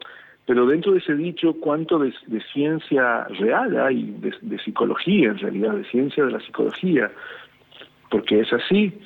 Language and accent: Spanish; Tucumán, Argentina; also born or lived in Salta; nací en Salta y me crié en Tucumán